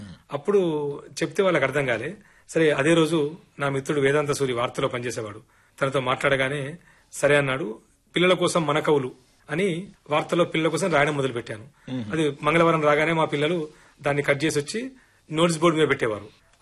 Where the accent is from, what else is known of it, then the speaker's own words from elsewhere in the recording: Sircilla, Telangana, India; నేను పుట్టింది పెరిగింది సిరిసిల్లలో.